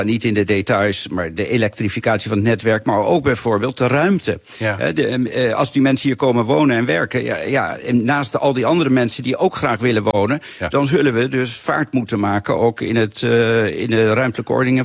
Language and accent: Dutch; Netherlands; now in United States; ik als Nederlander denk altijd, $4.10 voor een gallon, nou dat is dan zeg maar omgerekend 1 euro als ik hier tank.